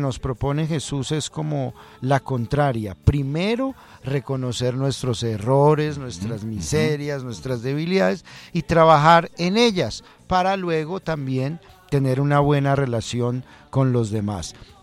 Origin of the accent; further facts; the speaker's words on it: Colombia; somos los colombianos